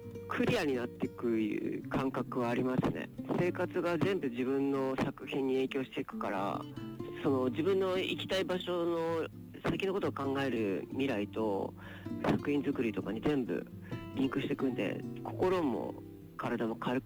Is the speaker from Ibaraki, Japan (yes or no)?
yes; Ibaraki, Japan; now in Tokyo, Japan; 出身が茨城町ですね。